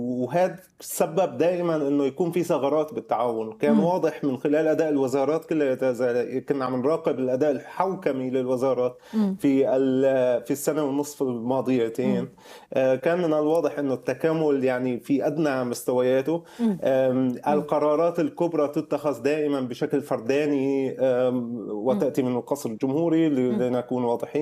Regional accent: Syria; لأنه الكاش إيكونومي عندنا بسوريا

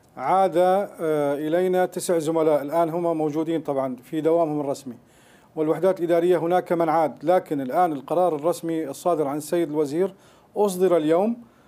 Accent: Aleppo, Aleppo Governorate, Syria; moved away; أنا من مدينة حلب، أزور مدينتي كل أسبوع

